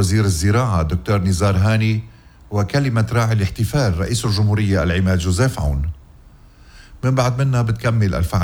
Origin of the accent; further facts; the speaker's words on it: Lebanon; بوطني ووطنكم لبنان